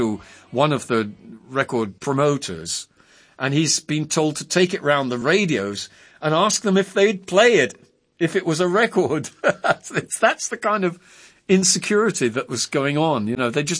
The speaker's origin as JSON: {"language": "English", "region": "England", "country": "United Kingdom", "said": "I, as an Englishman, I loved puns."}